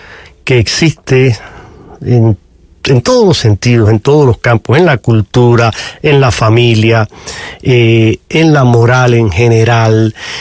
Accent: Cuba; now in United States; Es inmigrante, al igual que este servidor … que soy cubano. Los dos abandonamos nuestros países por razones y motivos y estamos aquí en Estados Unidos

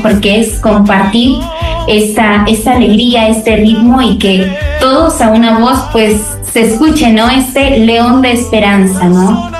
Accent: Tumbes, Peru; porque bueno, yo soy del norte, soy de Tumbes, ¿no?

